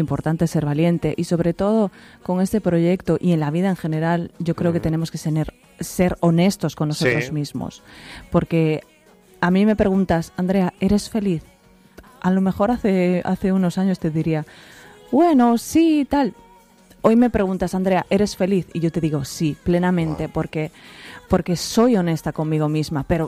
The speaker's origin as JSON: {"language": "Spanish", "town": "Tomiño", "region": "Galicia", "country": "Spain", "moved": "as an adult", "lives_now": "Miami, United States", "said": "yo soy gallega, pero estoy en Miami"}